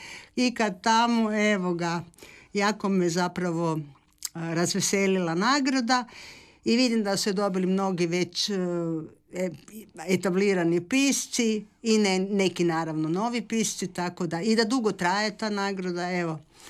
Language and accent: Croatian; Croatia